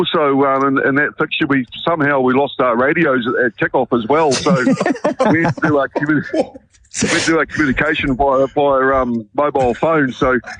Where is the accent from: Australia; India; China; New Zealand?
New Zealand; Whangamatā, Waikato; Oh, growing up in Fong Matar, mate.